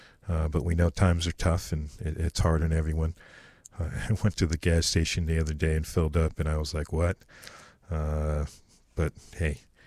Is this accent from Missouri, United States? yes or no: no; New York, United States; in New York, upstate, well, White Plains. I'm a New Yorker, so might as well be Canada, but White Plains, New York, 1974.